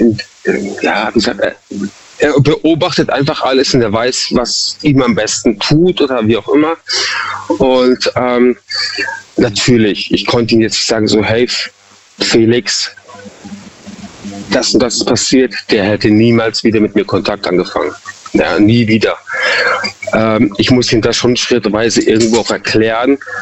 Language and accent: German; Munich, Bavaria, Germany; now in Freiburg, Germany; Also ich bin ursprünglich aus Bayern, ja, Münchner Kindl. Und bewusst bin ich damals eben nach Eichstätten, also nach Freiburg gezogen